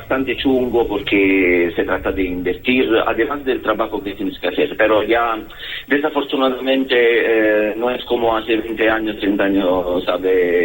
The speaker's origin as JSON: {"language": "Spanish", "region": "Southern Italy", "country": "Italy", "moved": "yes", "lives_now": "Spain", "said": "yo el bajista somos los italianos del grupo, ¿ok? Pero yo soy del sur y el bajista es más bien del norte."}